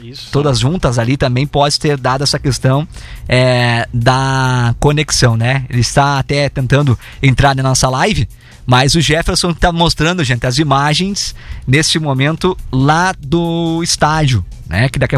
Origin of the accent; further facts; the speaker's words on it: Brazil; a gente é brasileiro